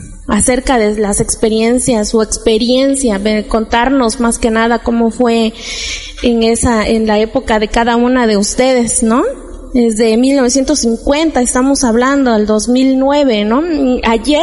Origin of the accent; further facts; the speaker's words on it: Santa Cruz Jocotlán, Mexico; Y bueno, en nuestro pueblo Santa Cruz Jocotlán, pues como el resto de todo el país